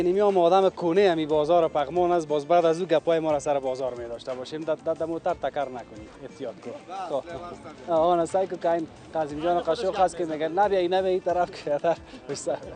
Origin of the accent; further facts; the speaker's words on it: Afghanistan; ما شما افغان هستیم مسلمان هستیم